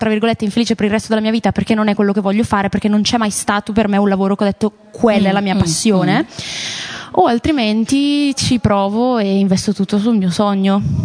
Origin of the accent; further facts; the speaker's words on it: Brescia, Lombardy, Italy; sono cresciuta comunque a Brescia, in una città che non è molto open-minded, diciamo.